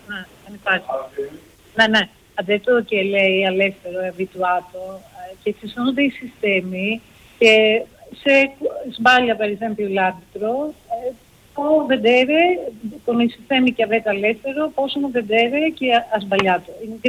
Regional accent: Greece

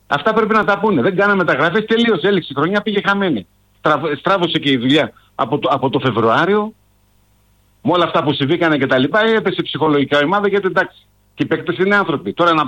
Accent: Ioannina, Epirus, Greece; από τα Γιάννα.

